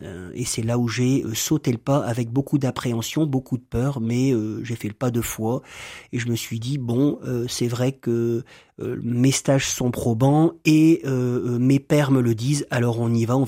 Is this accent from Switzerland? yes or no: no; Roubaix, Hauts-de-France, France; born there; moved away as an adult; also born or lived in Gap; now in Villeneuve-d'Ascq, France; Je suis né à Roubaix.